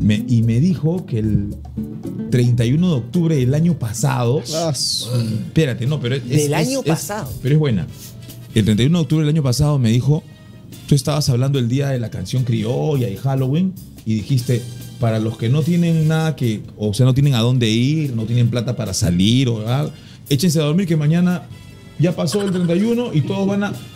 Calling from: Bariloche, Río Negro, Argentina; Como argentino hincha de Cienciano en Perú, brindo por el buen triunfo de ayer para cortar esta mini racha negativa. Abrazo muy grande desde Bariloche.

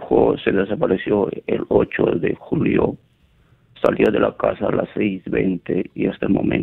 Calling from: Lima, Peru; Le llamo de San Martín de Porres.

